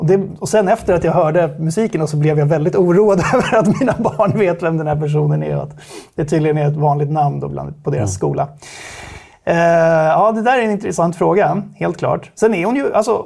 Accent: Stockholm, Stockholm County, Sweden

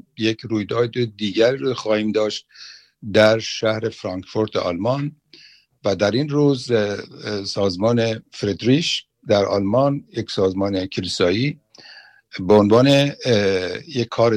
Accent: Iran; من به عنوان یک ایرانی قدرشناس شهبانو زادوشون رو به خودشون، به خاندان ایشون و به ملت ایران شاد باش میگم.

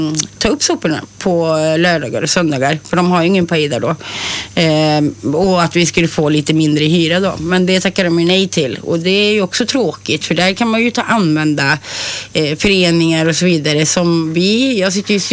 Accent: Västerås, Västmanland County, Sweden; jag är uppvuxen i Kronogården, på lördagar och söndagar så är det otroligt mycket sopor ute

